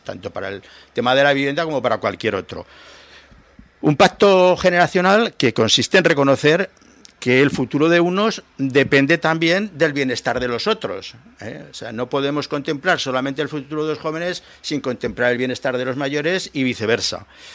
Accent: Zaragoza, Aragon, Spain; born there; Los aragoneses de hoy, los zaragozanos de hoy, no somos los zaragozanos de ayer. No podemos pensar exclusivamente en los que nacimos aquí.

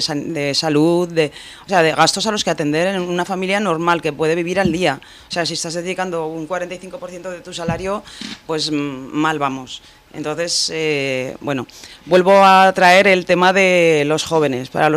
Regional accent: Borja, Aragon, Spain; A ver, en Borja, ya que vengo de Borja y lo digo, hay un dicho que es que se tapa muy mal el gato con el rabo.

